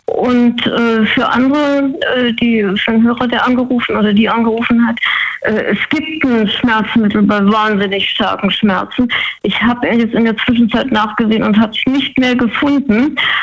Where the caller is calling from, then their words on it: Freiburg, Baden-Württemberg, Germany; Freiburg, kurz gesagt.